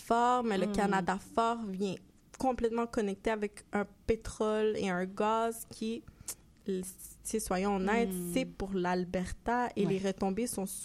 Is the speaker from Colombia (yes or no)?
yes; Colombia; il y a mon pays d'origine, en Colombie